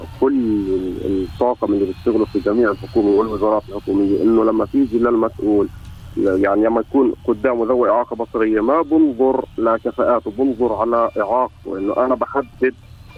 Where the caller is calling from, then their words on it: Palestine; الوضع اللي احنا عايشين فيه كفلسطيني